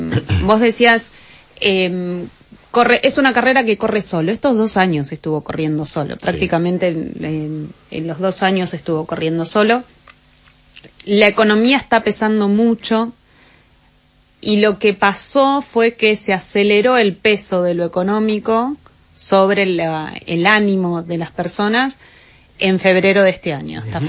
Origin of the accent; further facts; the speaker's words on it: Argentina; todos somos argentinos